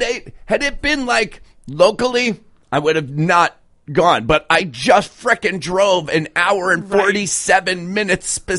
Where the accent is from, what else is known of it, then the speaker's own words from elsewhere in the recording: Traverse City, Michigan, United States; And I was like, I'm from Traverse City.